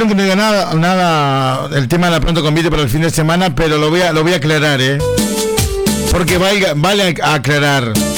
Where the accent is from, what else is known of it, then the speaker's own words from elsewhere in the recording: Argentina; soy argentino. Y los argentinos querramos que pase Argentina.